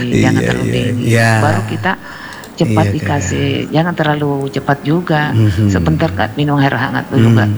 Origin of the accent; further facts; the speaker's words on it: Maros, South Sulawesi, Indonesia; born there; also born or lived in Pangkep; Paling parah memang di kampungku di Maros juga.